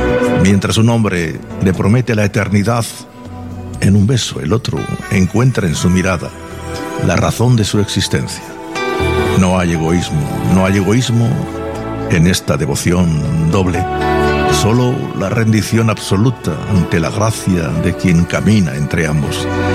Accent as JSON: {"language": "Spanish", "region": "Region of Murcia", "country": "Spain", "said": "Y yo soy murciano por los cuatro costados, José."}